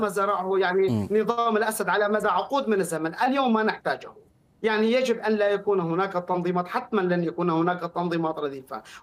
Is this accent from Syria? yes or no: yes; Syria; أنا كشخص كردي وعمري 40 عاما لأول مرة أشعر بنفسي أنني أنتمي إلى سوريا، إلى سوريا الوطن، إلى سوريا الهوية،